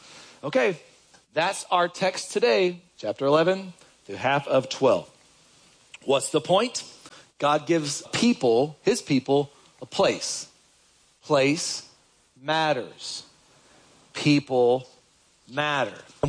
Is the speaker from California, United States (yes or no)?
no; Kentucky, United States; born or raised there; moved away